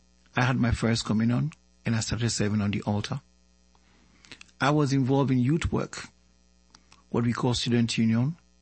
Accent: Ghana; born there; I was born in Ghana to a family of six. I happen to be the fifth boy of the family.

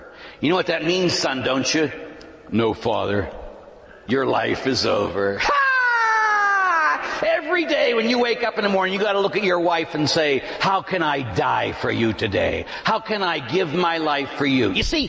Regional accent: Pittsburgh, Pennsylvania, United States; born or raised there

